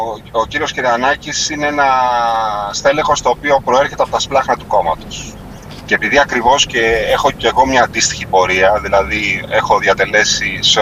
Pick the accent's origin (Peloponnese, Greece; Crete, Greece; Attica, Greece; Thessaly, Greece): Peloponnese, Greece; οι συμπολίτες μου στη Μεσσηνία γνωρίζουν πάρα πολύ καλά ότι στα 7 χρόνια που έχω την τιμή να τους εκπροσωπώ στο Κοινοβούλιο, δεν έχω σταματήσει ποτέ να δίνω τις μάχες για τον τόπο μου